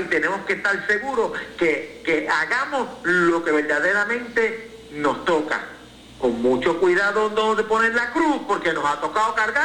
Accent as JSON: {"language": "Spanish", "country": "Puerto Rico", "said": "Nosotros como puertorriqueños nos emocionamos demasiado de mucho con muchas cosas"}